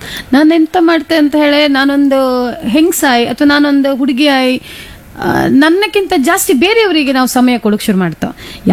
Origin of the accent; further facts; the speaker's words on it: Mangalore, Karnataka, India; accent: Mangalore Kannada; first language Kannada; moved away as an adult; now in Kundapura, India; ನಾವು ಮಂಗಳೂರಿನವರು